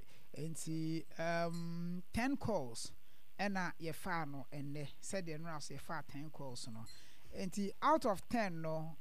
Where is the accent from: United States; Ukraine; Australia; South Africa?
South Africa; I'm from South Africa.